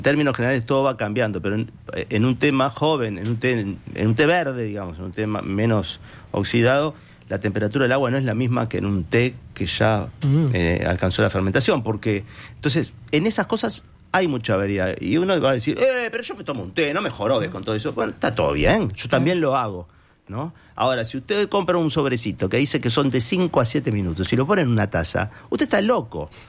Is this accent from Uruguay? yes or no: yes; Uruguay; nosotros como uruguayos